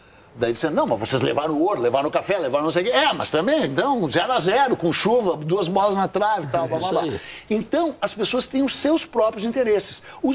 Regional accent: Rio Grande do Sul, Brazil; Eu sou gaúcho, mas não exerço.

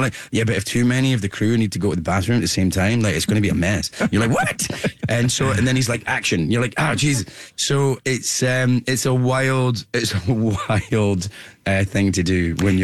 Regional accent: Scotland, United Kingdom; accent: Scottish

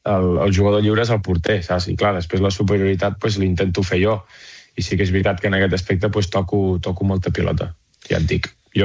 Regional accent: Vic, Catalonia, Spain; jo soc de Vic, llavors, fill meu.

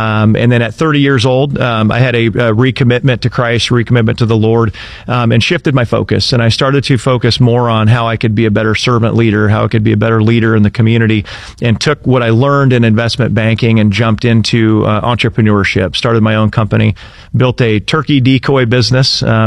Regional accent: Indianola, Iowa, United States; Yeah, I am originally from Indianola, just south of Des Moines.

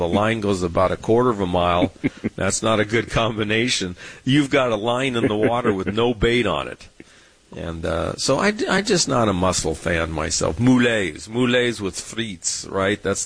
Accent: San Diego, California, United States; born or raised there

